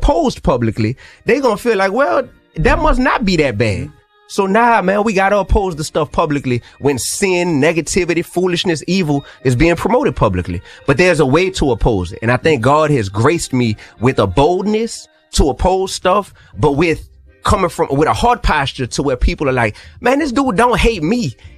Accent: New Orleans, Louisiana, United States; I'm still from New Orleans. I still came up in a space to where it's like, boy, you'll get your dome knocked off by a dude that look like Steve Urkel on the circus.

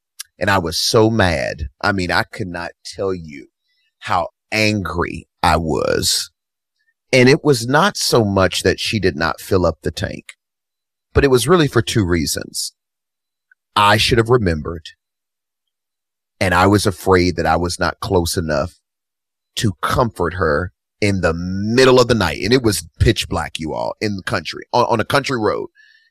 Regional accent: Kentucky, United States; I'm a Southern guy, born and raised in Kentucky.

